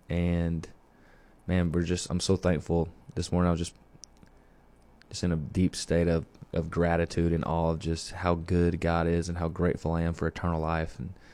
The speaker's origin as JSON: {"language": "English", "town": "Benton", "region": "Arkansas", "country": "United States", "tie": "born or raised there", "said": "I was born in Benton, Arkansas, again, 1997."}